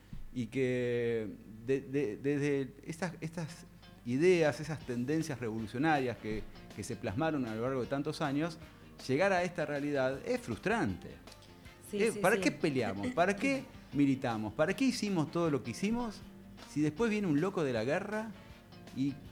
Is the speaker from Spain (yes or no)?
no; Argentina; Somos el pueblo argentino